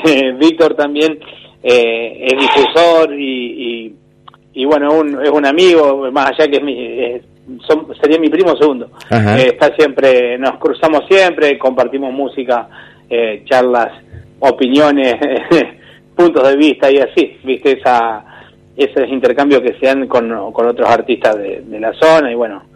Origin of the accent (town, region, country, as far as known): Gálvez, Santa Fe, Argentina; born there; also born or lived in Las Rosas, Santa Fe, Argentina